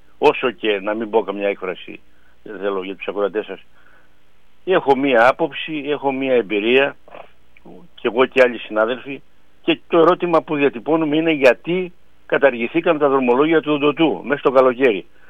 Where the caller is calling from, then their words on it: Kato Zachlorou, Western Greece, Greece; όπως λέμε και στο χωριό μου, στην Κάτω Ζαχλωρού